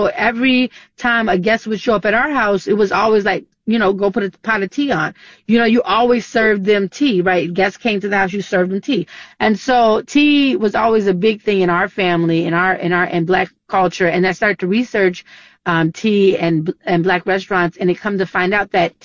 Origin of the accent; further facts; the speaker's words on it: Minnesota, United States; I have a history in my family, because we're from Minnesotan, of tea, right?